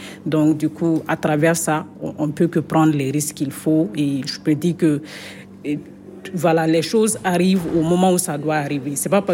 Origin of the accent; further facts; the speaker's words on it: Mali; Je suis ingénieur en eau et assainissement, je viens du Mali.